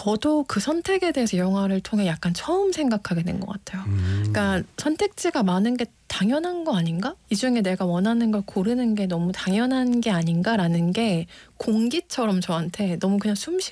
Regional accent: Seoul, South Korea; 저는 서울에서 나고 자라서 그냥 서울 안에서 생활하는 게 너무 익숙한 사람이었는데

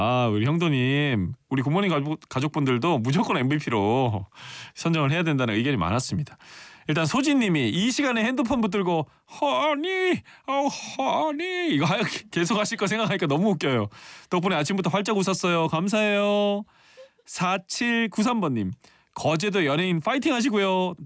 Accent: Ulsan, South Korea; 제가 이제 울산 출신이잖아요.

